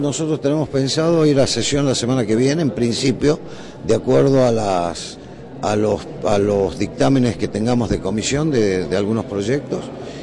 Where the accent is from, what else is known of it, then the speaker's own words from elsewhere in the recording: Tucumán, Argentina; como tucumanos nos sentimos orgullosos, porque aparte acá en Tucumán también se declaró la independencia.